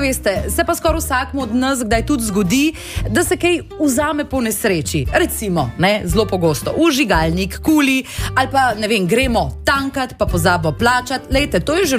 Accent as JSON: {"language": "Slovenian", "region": "Zasavje", "country": "Slovenia", "said": "kot Zasavka"}